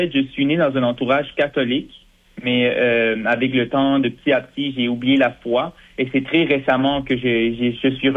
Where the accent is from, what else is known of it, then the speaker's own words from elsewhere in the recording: Venezuela; l'Amérique du Sud, du Venezuela.